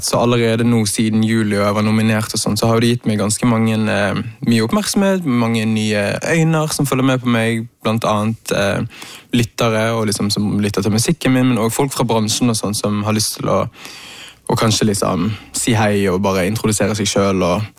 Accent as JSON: {"language": "Norwegian", "town": "Bergen", "region": "Vestland", "country": "Norway", "tie": "born or raised there", "lives_now": "Oslo, Norway", "said": "Til de som ikke kjenner meg, så er jo jeg først og fremst en bergenser, vaskeekte. ja, født og oppvokst i Bergen, og liksom har bodd i Oslo da, i mange år"}